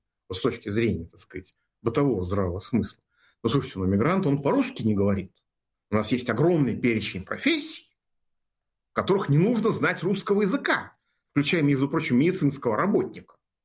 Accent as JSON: {"language": "Russian", "country": "Russia", "said": "мы с вами, как граждане России, коренные"}